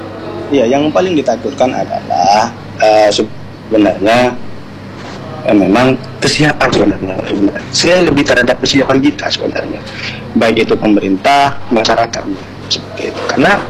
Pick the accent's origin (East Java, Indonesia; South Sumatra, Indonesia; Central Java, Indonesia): East Java, Indonesia; Madura